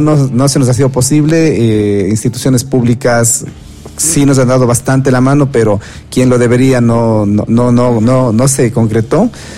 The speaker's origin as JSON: {"language": "Spanish", "region": "Sierra", "country": "Ecuador", "said": "Como hombres andinos que somos, vamos a llevar una representación grande de nuestra serranía ecuatoriana"}